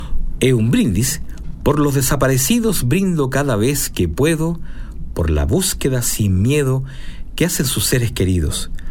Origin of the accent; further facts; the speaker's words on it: Los Andes, Valparaíso, Chile